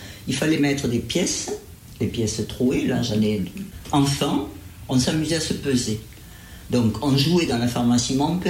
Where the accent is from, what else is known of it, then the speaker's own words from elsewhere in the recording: France; je suis née à Vitréal en 1943, dans la rue du Drôme, à la pharmacie, au premier étage. Et donc, j'ai passé toute mon enfance et mon adolescence à Vitréal